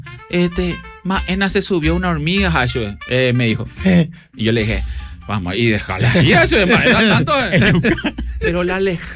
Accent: Capiatá, Central, Paraguay; yo vengo de Capiatá exactamente como acertaste. Yo soy más capiateño.

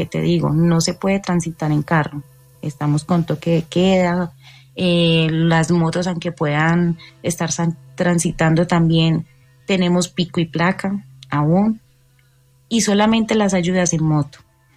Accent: Palmira, Valle del Cauca, Colombia; now in Pereira, Colombia; tengo familia en Palmira, yo soy de Palmira, pero vivo hace mucho tiempo aquí en Pereira

